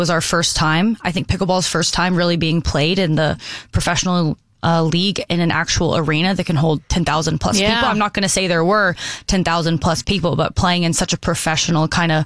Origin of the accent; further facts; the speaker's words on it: Florida, United States; I'm from the South Florida area, which is a hot spot.